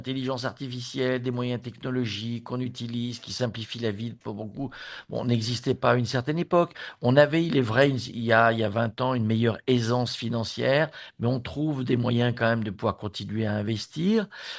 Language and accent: French; Roanne, Auvergne-Rhône-Alpes, France; je suis né à Roanne et je n'ai pas supporté de voir ma ville décliner, perdre des habitants, s'enfoncer dans le marasme.